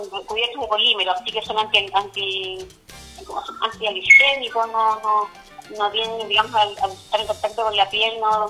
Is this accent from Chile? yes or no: yes; Villa Concepción, Chile; No, soy del sector de la Villa Concepción.